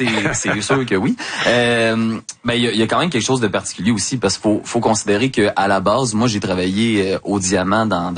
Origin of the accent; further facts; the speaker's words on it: Lévis, Quebec, Canada; now in Quebec City, Canada; Après avoir passé toute mon enfance à Lévis, en plus, là, tu sais